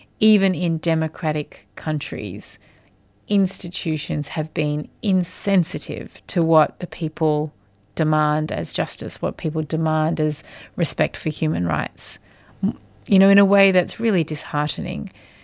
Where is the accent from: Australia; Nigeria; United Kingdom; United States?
Australia; I would say that in a country like Australia, and I am Australian, although I live overseas, we are a lucky country in some ways.